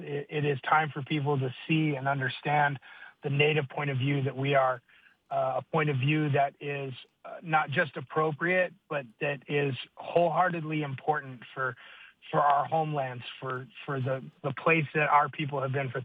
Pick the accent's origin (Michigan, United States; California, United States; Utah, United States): Utah, United States; also born or lived in back east; now in Denver, United States; I grew up in Utah as well, so. Technically, I'm home, I guess.